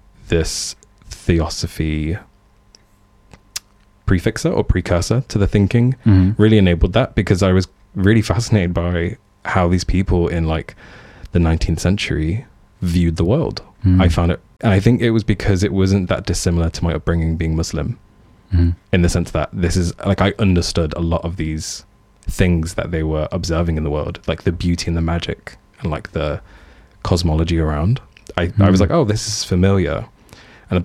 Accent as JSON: {"language": "English", "town": "Coventry", "region": "West Midlands", "country": "United Kingdom", "said": "I'm from Coventry. I'm Libyan. I'm not going to talk about that."}